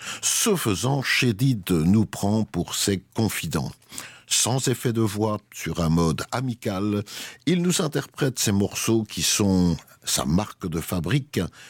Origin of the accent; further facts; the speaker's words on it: Brussels, Brussels-Capital Region, Belgium; chez nous, à Bruxelles